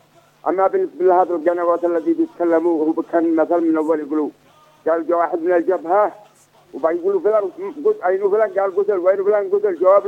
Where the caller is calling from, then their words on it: Yemen; احنا يمنيين